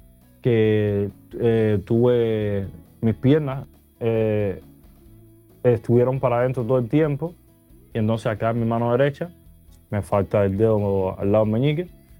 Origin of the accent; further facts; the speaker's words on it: Villa Clara, Cuba; moved away; Soy natural de Cuba, nacido en Sahualarán de Villa Clara y tengo 30 años.